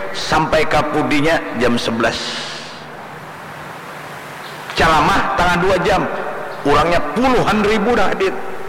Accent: South Kalimantan, Indonesia; sedangkan kita orang Banjar 3 kali seminggu

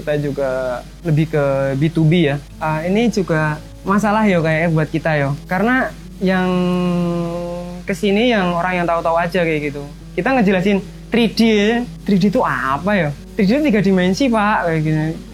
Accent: Bogor, West Java, Indonesia; also born or lived in Gunung Kidul; Dulu tuh saya kan lahir di Gunung Kidul, tapi emang kecilnya di Bogor.

